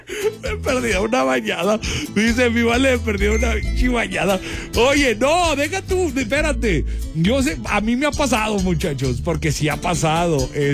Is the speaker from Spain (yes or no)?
no; Mexico; nosotros como mexicanos